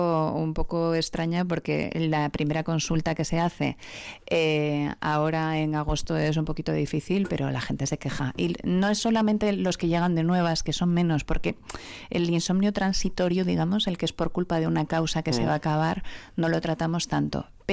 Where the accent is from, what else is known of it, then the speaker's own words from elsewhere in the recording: Galicia, Spain; Mira que yo soy gallega y los gallegos somos un poco tremendistas